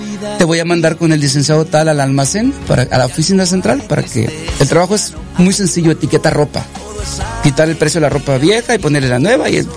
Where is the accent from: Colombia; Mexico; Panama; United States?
Mexico; Chiapas; soy compositor y vengo de Chiapas.